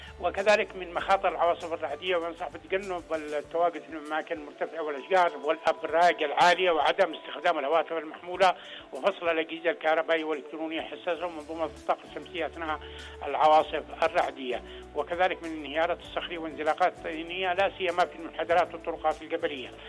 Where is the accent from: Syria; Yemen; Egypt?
Yemen